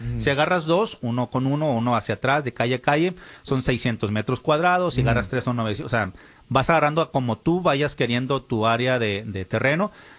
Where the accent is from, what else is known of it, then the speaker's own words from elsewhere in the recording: Mexico; now in California, United States; O sea, tantas cosas que tenemos como cultura mexicana, cultura hispana, donde pues hacemos la fiesta ahí en la orilla de la playa, comemos muy rico, la familia, las tostadas.